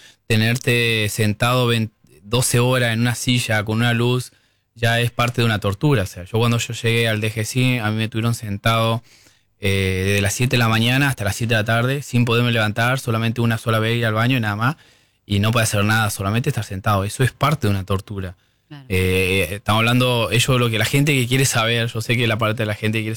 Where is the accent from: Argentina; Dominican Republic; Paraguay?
Argentina; estoy en mi país, pero bueno, estoy protegido. No puedo decir que no hay inseguridad en Argentina, ¿no?